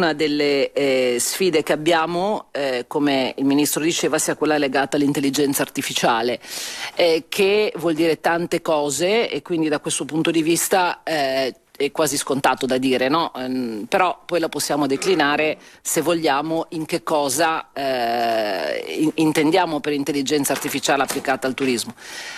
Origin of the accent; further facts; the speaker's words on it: Liguria, Italy; parlo anche da Ligure